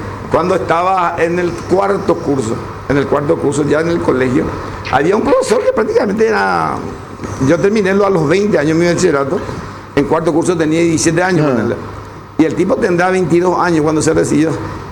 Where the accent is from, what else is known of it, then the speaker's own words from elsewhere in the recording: Tebicuarymí, Paraguarí, Paraguay; yo soy oriundo de Tibicuaremí. No, límite, Paraguay.